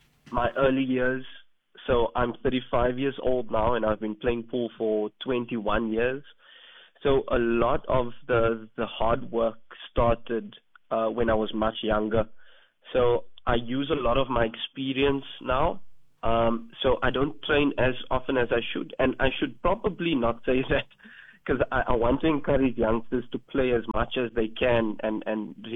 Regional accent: Cape Town, Western Cape, South Africa; I was born and grew up in an area called Mitchell's Plain, a fairly underprivileged area over here in Cape Town, mm-hmm. where the conditions aren't always ideal, but the area is packed with talent, whether it be sport or music or just anything.

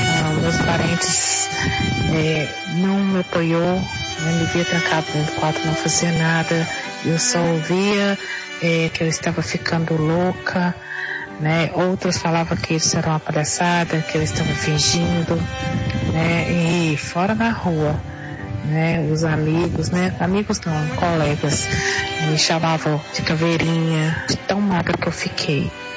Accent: Belo Horizonte, Minas Gerais, Brazil; sou de BH.

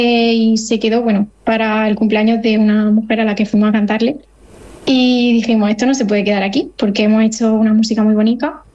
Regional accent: Caravaca de la Cruz, Region of Murcia, Spain; Yo soy de Caravaca de la Cruz, o sea que somos zonas más o menos cercanas en cuanto a folclore.

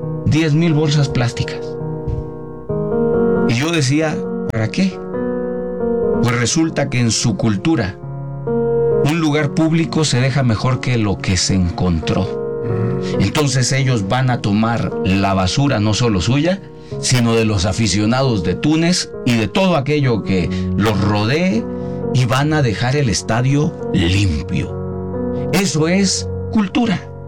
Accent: Mexico

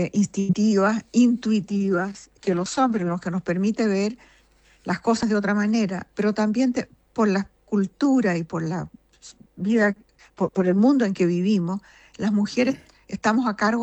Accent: Chile; moved away; He vivido la mayor parte de mi vida, casi toda mi vida afuera, muy poco tiempo en Chile. Pero me siento chilena y amo Chile

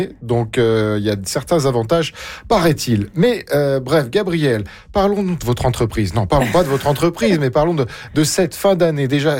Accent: France; Personnellement, en tant que Français, j'ai jamais connu ce genre de célébration.

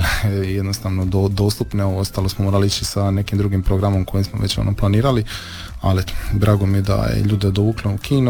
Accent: Pašman, Zadar County, Croatia; Otok je posebna ono, i jedna mala živuća zajednica, ja isto dolazim sa Pašmana

